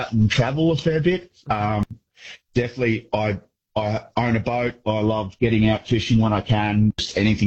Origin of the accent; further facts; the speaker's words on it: Gippsland, Victoria, Australia; moved away as an adult; also born or lived in Melbourne; now in Perth, Australia; I grew up on a sheep farm in Gippsland, Victoria, mate. I lived in a swag for a lot of my life.